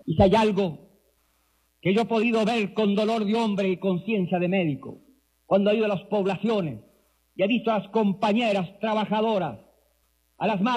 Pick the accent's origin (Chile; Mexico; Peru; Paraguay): Chile